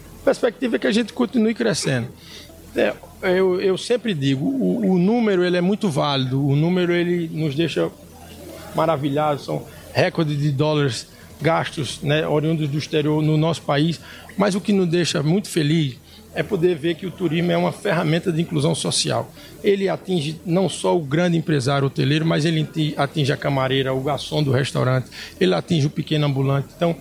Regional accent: Campina Grande, Paraíba, Brazil; Eu, como ministro campinense

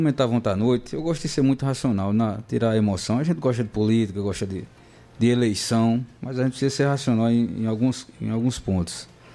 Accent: Campina Grande, Paraíba, Brazil; born or raised there

